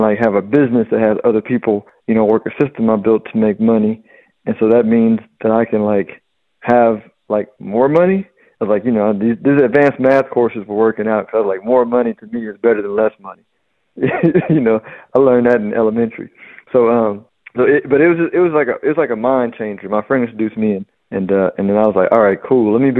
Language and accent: English; Houston, Texas, United States; moved away as an adult; also born or lived in San Antonio; Grew up in Houston, but I spent quite a bit of time in San Antonio. I went to college there, and then we stayed there after college for a few years after I got married.